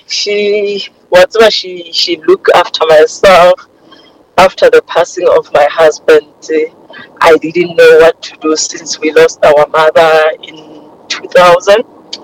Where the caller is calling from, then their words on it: Limpopo, South Africa; Limpopo, we are from Limpopo.